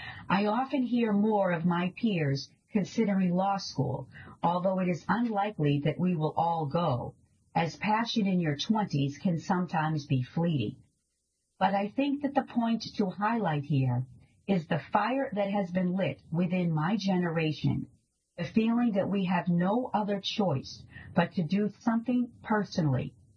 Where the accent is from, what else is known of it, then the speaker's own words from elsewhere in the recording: Newburyport, Massachusetts, United States; now in Colorado, United States; New to Colorado, I was raised in Newburyport, where my relationship with the outdoors was formed. In a tiny house on Franklin Street, just steps away from the Merrimack River